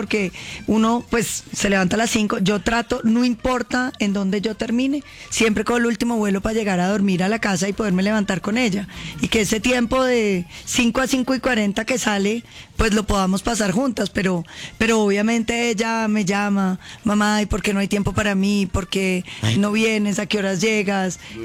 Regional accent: Popayán, Cauca, Colombia; now in Bogotá, Colombia; Yo soy de Popayán

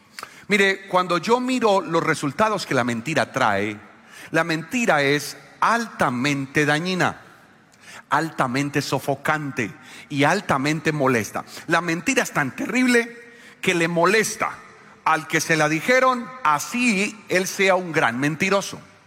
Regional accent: Colombia; nosotros estamos leyendo como latinos y colombianos.

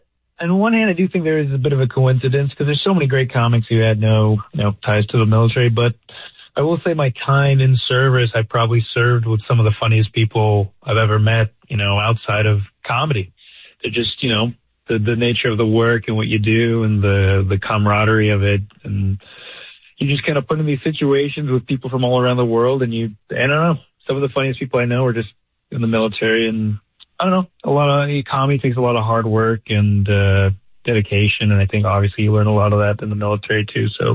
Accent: West Coast, United States; moved away as an adult; now in Austin, United States; I grew up on the West Coast, and I started comedy out there. And then 2017, I joined the military, and I moved around quite a bit. And then when I got out in 2023, I made the move out to Austin.

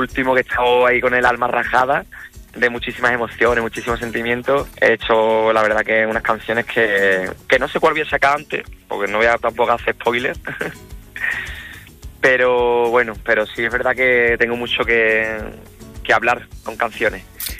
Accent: Huelva, Andalusia, Spain; now in El Palmar, Cádiz, Spain; Voy a mi tierra, a mi Huelva, que la amo. Paimogo, que es un pueblo maravilloso

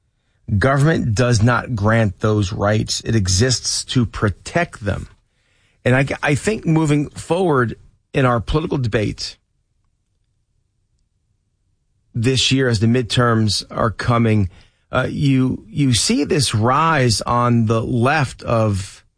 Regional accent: Maryland, United States; sitting in City Hall here in Baltimore, if you say to them that my rights as an American, my rights as a Marylander comes from God

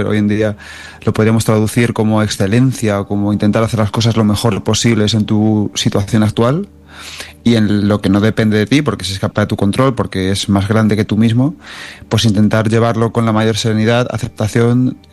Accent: Manzanares, Castilla-La Mancha, Spain; Yo soy un pueblo de Ciudad Real muy chiquitín, de Manzanares. Bueno, no tan chiquitín, somos 15,000-18,000.

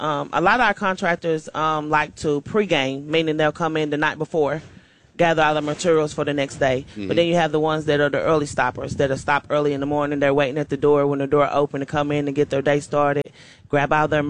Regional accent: Knoxville, Tennessee, United States; I'm from Knoxville, Tennessee.

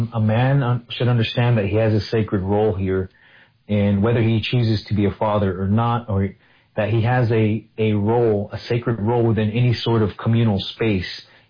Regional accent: Salt River, Arizona, United States; born or raised there

